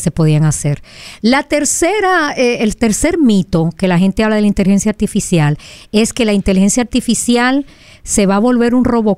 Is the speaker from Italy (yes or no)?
no; Dominican Republic